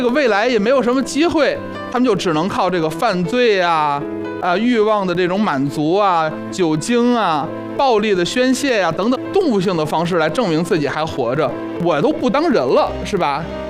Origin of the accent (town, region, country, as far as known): China